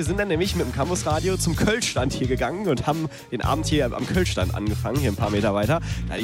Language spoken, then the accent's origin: German; North Rhine-Westphalia, Germany; Ich komme nicht ganz aus Köln selber, aus der Nähe von Köln, aber das gehört dazu